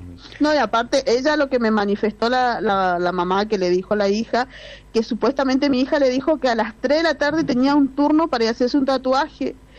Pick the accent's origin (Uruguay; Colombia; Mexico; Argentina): Argentina; Río Gallegos, Santa Cruz; moved away as an adult; now in Chaco, Argentina; Nosotros vinimos de Río Gallego, ella es nacida y crecida en Río Gallego, nosotros hace 4 años estamos acá en el Chaco.